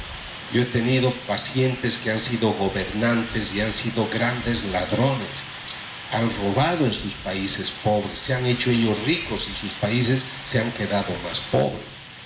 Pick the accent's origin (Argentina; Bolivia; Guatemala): Bolivia; en mi país, pero yo no estoy mucho en mi país, en Bolivia